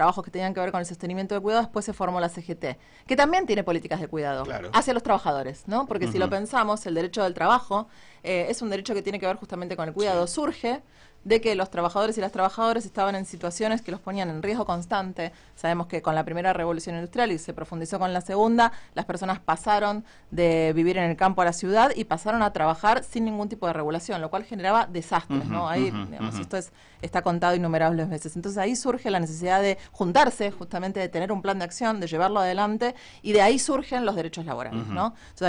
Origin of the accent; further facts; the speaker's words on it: Argentina; nuestra identidad nacional como argentinos